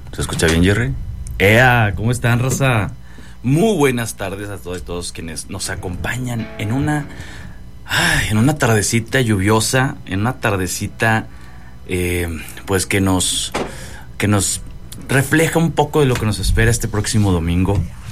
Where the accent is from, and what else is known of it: Mexico